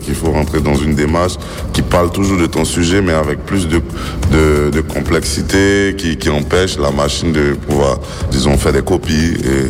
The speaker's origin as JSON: {"language": "French", "town": "Abidjan", "country": "Côte d’Ivoire", "moved": "yes", "lives_now": "Berlin, Germany", "said": "Quand je suis à Berlin, j'ai un regard extérieur sur mon pays, sur ma ville."}